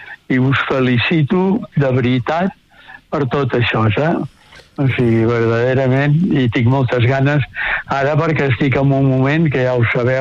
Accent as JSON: {"language": "Catalan", "town": "Barcelona", "region": "Catalonia", "country": "Spain", "said": "jo, que sóc de Barcelona"}